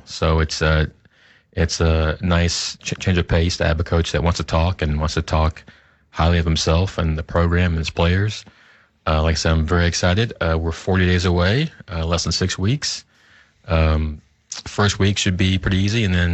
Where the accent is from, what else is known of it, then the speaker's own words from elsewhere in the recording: Louisville, Kentucky, United States; that game means the most to me because I'm born and raised in Louisville.